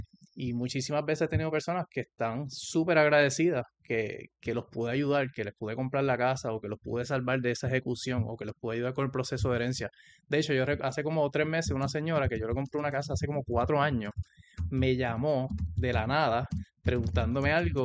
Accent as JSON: {"language": "Spanish", "town": "Cayey", "country": "Puerto Rico", "tie": "born or raised there", "also_born_or_lived": "Mayagüez, Puerto Rico / United States", "moved": "as an adult", "said": "soy de Cayey, Puerto Rico, nacido y criado. Estudié ahí hasta high school, después me fui al colegio de Mayagüez, donde estudié ingeniería química."}